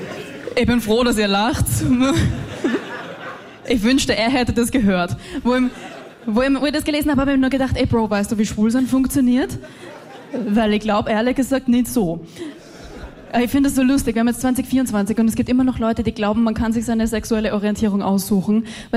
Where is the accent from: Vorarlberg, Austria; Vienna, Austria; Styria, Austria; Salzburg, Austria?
Vienna, Austria; dass ich aus Österreich komme, weil man hört es, glaube ich, nicht so raus, ne? Na, ich komme aus Wien